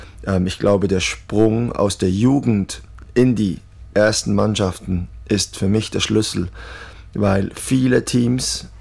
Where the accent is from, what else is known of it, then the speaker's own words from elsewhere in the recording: Italy; dann blutet mir das Herz als Italiener